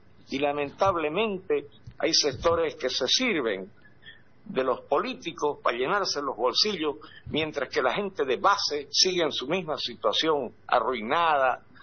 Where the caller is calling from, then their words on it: Santa Cruz, Bolivia; yo como cruceño y mucha gente cruceña